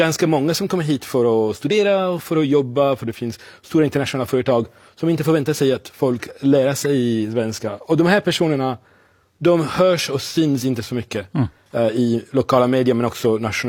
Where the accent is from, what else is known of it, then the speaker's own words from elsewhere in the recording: Sardinia, Italy; Swedish is a second language; now in Gothenburg, Sweden; Jag pratar svenska ganska bra, men jag var på semester 10 dagar på Sardinien hemma.